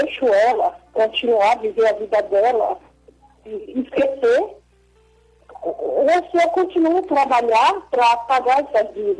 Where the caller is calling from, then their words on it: Rio Grande do Sul, Brazil; De algum lugar do Rio Grande do Sul.